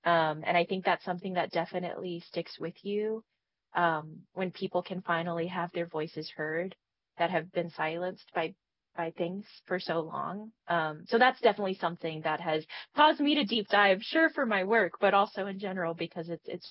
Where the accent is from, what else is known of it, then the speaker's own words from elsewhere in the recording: El Paso, Texas, United States; now in Kentucky, United States; And I'm originally from Texas, like that's where I grew up. In El Paso, Texas.